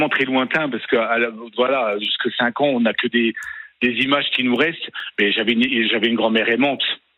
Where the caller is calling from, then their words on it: Thionville, Grand Est, France; je suis dans l'est de la France, je suis de Thionville.